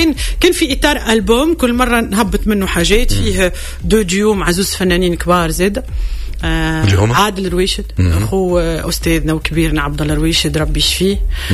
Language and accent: Arabic; Tunisia; أنا مواطنة تونسية